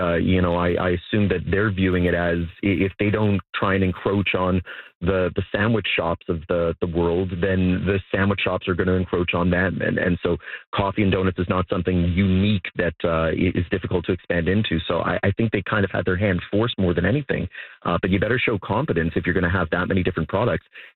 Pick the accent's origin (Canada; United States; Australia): Canada